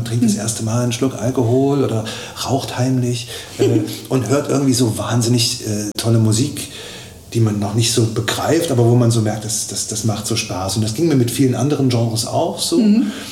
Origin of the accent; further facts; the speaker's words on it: Rudolstadt, Thuringia, Germany; aber ich habe auch früh als Kind am Chor in der Schule, es gibt ja hier auch einen tollen Chor in Rudolstadt, oder mehrere, Entschuldigung, aber so da habe ich so die erste Stimmbildung genossen